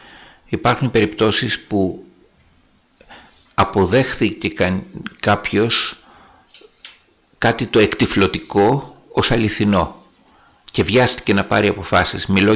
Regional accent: Ionian Islands, Greece; Αλλά είμαι από μέρος που μιλάνε πολύ. Εγώ είμαι από τα Εφτάνησα και άμα μας αφήσετε ελεύθερους, μιλάμε πάρα πολύ εμείς.

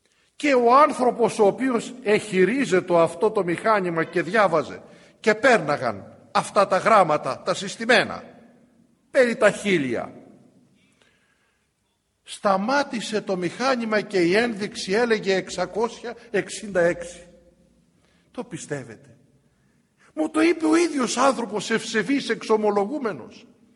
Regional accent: Greece; Σε ορθόδοξη χώρα να μην τολμούμε?

